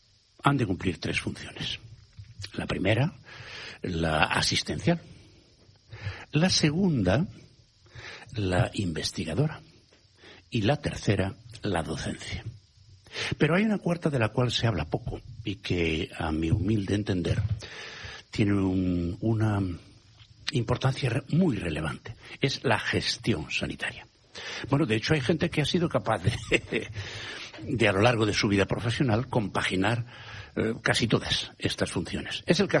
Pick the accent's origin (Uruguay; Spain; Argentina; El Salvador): Spain; Galicia; A mi tierra maravillosa. Ahora no se llama Galicia, Ignacio, se llama California.